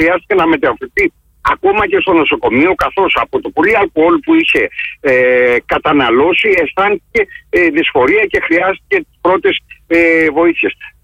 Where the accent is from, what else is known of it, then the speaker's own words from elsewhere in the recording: Western Greece, Greece; εκεί στην πατρίδα μου, στην Αχαΐα